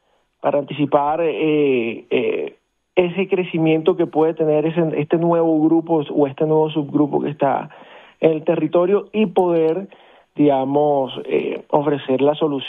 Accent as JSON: {"language": "Spanish", "town": "Barranquilla", "region": "Atlántico", "country": "Colombia", "tie": "born or raised there", "said": "Yo, como barranquillero que vivo en la ciudad, que crecí en Barranquilla, que amo mi ciudad"}